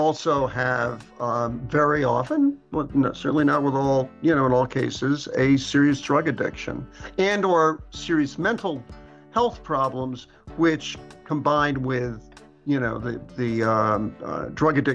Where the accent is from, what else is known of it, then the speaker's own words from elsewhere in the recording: New York City, New York, United States; And I should say, you know, I grew up in New York City.